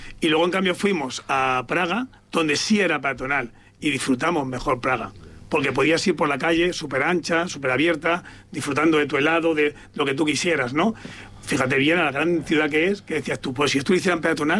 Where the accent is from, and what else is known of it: Talavera de la Reina, Castilla-La Mancha, Spain; born there